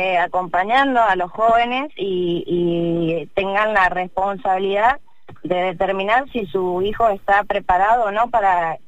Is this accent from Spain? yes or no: no; Tupungato, Mendoza, Argentina; yo vengo de Tupungato